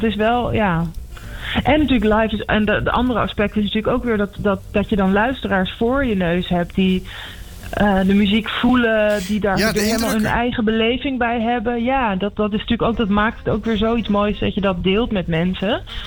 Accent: Amsterdam, North Holland, Netherlands; in Amsterdam. Dat is ook mijn thuisstad.

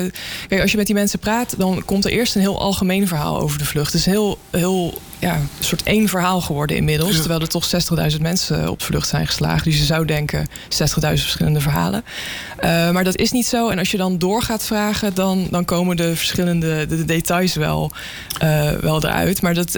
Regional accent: Breda, North Brabant, Netherlands; ik ben opgegroeid in Breda.

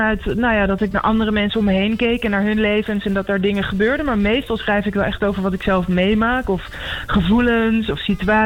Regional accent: Amsterdam, North Holland, Netherlands; volgende week in de Melkweg in Amsterdam. Dat is ook mijn thuisstad.

